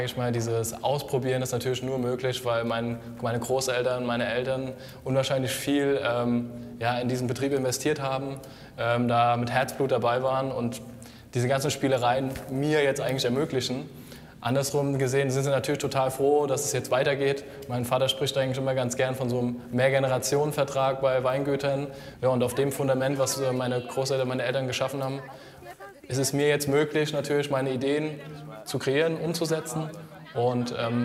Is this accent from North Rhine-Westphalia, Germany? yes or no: no; Guldental, Rhineland-Palatinate, Germany; ich bin hier in Guldenthal aufgewachsen